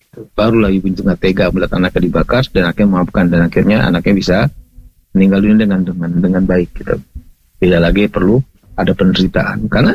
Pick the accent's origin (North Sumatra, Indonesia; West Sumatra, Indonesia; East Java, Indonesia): West Sumatra, Indonesia; Dongeng Sumatera Barat. Karena saya orang Sumatera Barat.